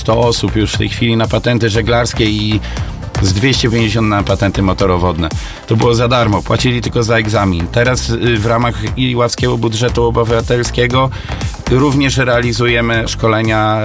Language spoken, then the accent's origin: Polish; Nowa Wieś, Warmian-Masurian Voivodeship, Poland; ja mieszkam na wsi, także jestem z Nowej Wsi